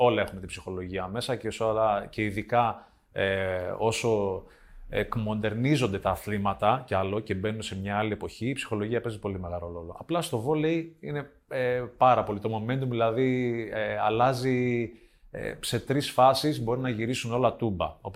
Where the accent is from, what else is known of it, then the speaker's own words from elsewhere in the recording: Ierapetra, Crete, Greece; born there; Ναι, από εκεί έφυγα και πήρα την πρώτη μου μεταγραφή και ξεκίνησα την επαγγελματική μου καριέρα.